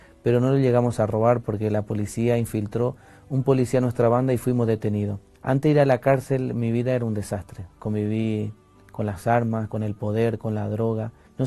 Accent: Paraguay; soy paraguayo, provengo de una familia de 4 hermanos.

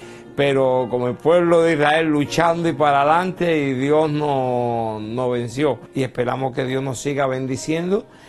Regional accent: Cuba; now in Spain; me pidieron como extranjero, soy cubano

